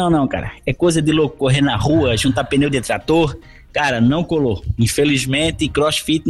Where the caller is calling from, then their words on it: Santa Catarina, Brazil; aqui de Santa Catarina